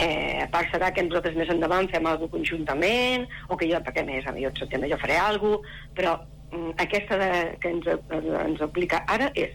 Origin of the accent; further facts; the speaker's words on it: Sabadell, Catalonia, Spain; now in Castellar del Vallès, Spain; No, jo soc de Sabadell, però tots vivim a Castellà